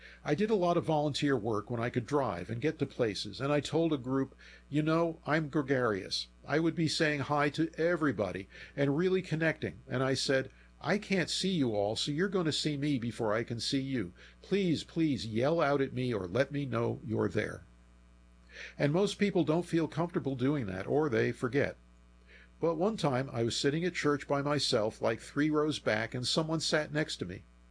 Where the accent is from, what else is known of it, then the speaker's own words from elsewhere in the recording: Kansas City, United States; Hi, this is … I'm from the Kansas City area.